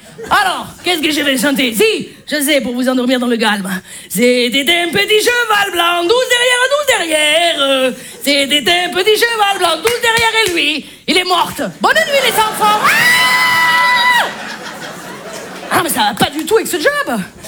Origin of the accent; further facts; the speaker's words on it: Marseille, Provence-Alpes-Côte d'Azur, France; je suis marseillaise. J'ai pas l'accent.